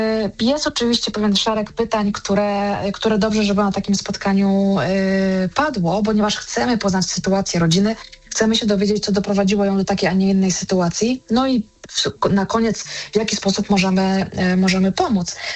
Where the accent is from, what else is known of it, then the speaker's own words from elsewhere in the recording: Kraków, Lesser Poland, Poland; ja jestem z Krakowa i mogłoby się wydawać, że Kraków to jest takie z pewnością jedno z zamożniejszych miast.